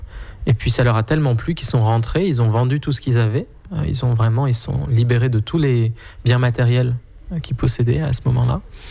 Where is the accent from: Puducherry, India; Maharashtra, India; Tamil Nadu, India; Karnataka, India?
Tamil Nadu, India; Auroville; Je suis pas né ici parce que je suis né à Jaima, qui est une autre communauté d'Auroville, et puis j'ai vécu mon enfance à Dana, qui est encore une autre communauté. Et ma mère s'est installée ici à Grace il y a un peu moins de 10 ans